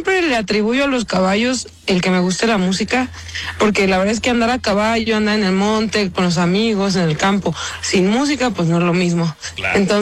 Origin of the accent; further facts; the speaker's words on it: Ajusco, Mexico City, Mexico; en un pueblito donde yo crecí, allá en el Ajusco.